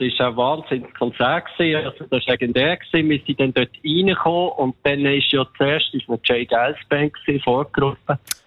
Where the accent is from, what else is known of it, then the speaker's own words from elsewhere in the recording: Zeinigen, Aargau, Switzerland; hat da unser Gärtner von Zeinigen, wo ich aufgewachsen bin, hat einmal den Rasen gewechselt nachher